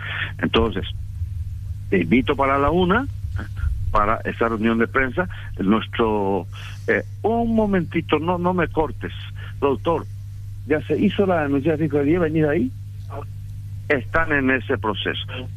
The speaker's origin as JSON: {"language": "Spanish", "country": "Paraguay", "said": "sino soy el cirujano paraguayo y represento y unifico a mi país."}